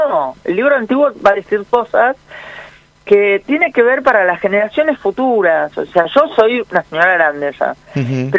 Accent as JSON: {"language": "Spanish", "town": "Quilmes", "region": "Buenos Aires Province", "country": "Argentina"}